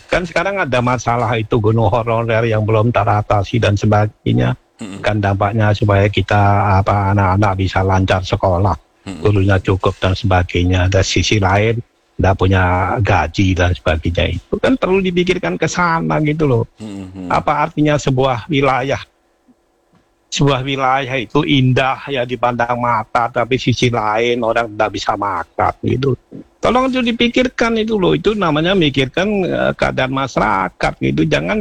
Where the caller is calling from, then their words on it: East Java, Indonesia; saya sebagai warga Malang Raya ya, khususnya Kabupaten Malang.